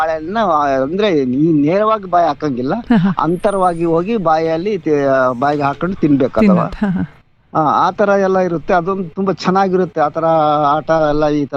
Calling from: Hassan district, Karnataka, India; ಈಗ ನಮ್ಮ ಹಾಸನ ಜಿಲ್ಲೆಯಲ್ಲಿ ನಾವು ಬೇರೆ

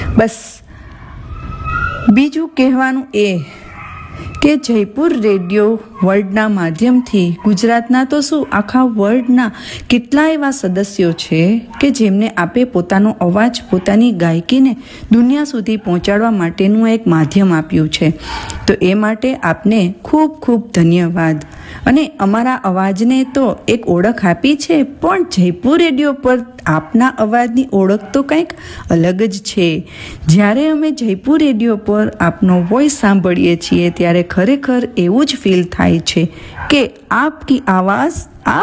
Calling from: Junagadh, Gujarat, India; मैं जूनागढ़ गुजरात से … बोल रही हूँ।

